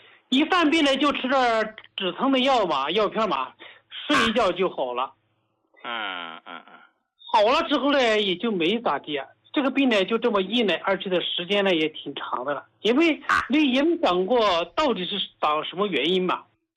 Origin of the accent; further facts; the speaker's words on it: Hubei, China; 我是胡家老哥的受益者，我是湖北人，